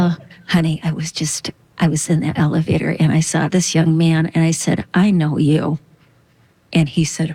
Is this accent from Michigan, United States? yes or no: yes; Marquette, Michigan, United States; my sister's name is Dita, and we're both originally from Marquette.